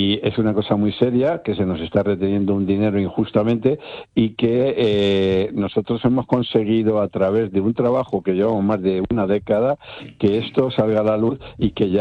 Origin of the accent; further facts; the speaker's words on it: Spain; porque todos somos españoles